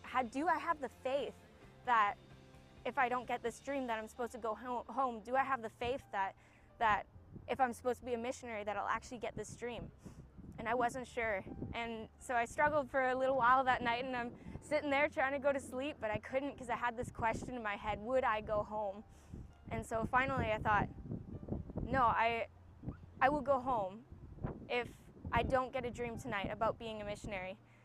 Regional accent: Canada; now in Perth, Australia; I'm from Canada. I'm on staff here at YWAM Perth

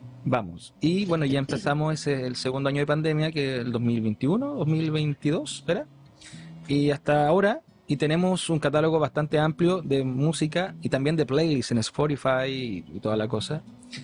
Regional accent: Chile; y somos todos de Chile

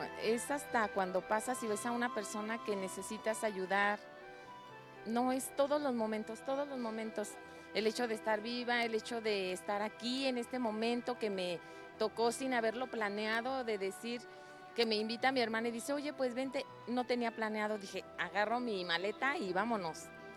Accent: Morelia, Michoacán, Mexico

